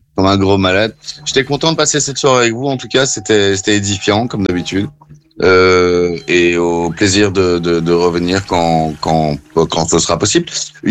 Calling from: Belgium; comme on dit chez nous en Belgique

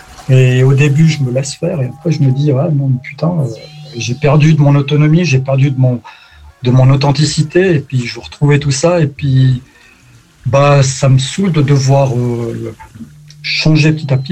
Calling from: Switzerland; Voilà, sinon, bon, ben moi je suis en Suisse

